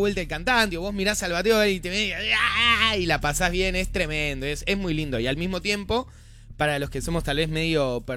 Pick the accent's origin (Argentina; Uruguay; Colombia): Argentina; argentino, gracias a Dios